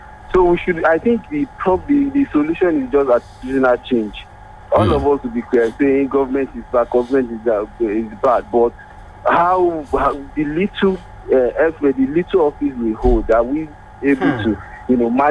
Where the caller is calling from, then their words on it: Akure, Ondo, Nigeria; I'm calling from Akure.